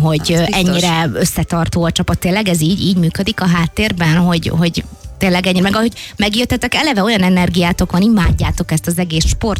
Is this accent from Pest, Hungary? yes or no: yes; Dunaharaszti, Pest, Hungary; én Dunaharasztin nőttem fel még ilyen kis picit totyogósként